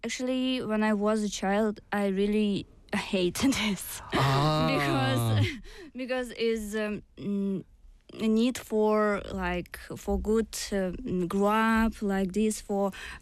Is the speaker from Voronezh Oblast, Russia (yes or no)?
yes; Voronezh, Voronezh Oblast, Russia; English is a second language; moved away as an adult; also born or lived in St. Petersburg; now in Busan, South Korea; Hometown, my hometown, Voronezh, is central Russia, mm-hmm. not very far to Moscow.